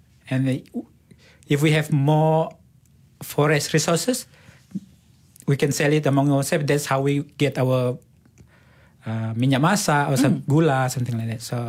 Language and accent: English; Long Lamai, Sarawak, Malaysia; I'm from Long Lamai. Long Lamai is one of the earliest settled Penan and we are the furthest in the middle of basically the heart of Borneo.